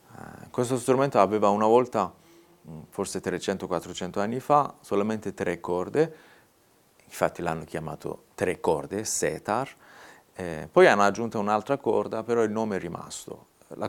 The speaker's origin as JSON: {"language": "Italian", "region": "Isfahan", "country": "Iran", "tie": "born or raised there", "second_language": "Italian", "said": "dicevo io vengo da Isfahan o Esfahan, la mia città natale."}